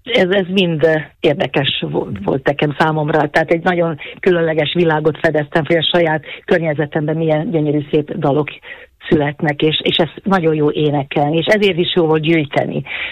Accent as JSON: {"language": "Hungarian", "region": "Northern Hungary", "country": "Hungary", "accent": "Palóc", "said": "mert azért palócosan beszélni, az valahogy együtt járt az én észjárásommal is."}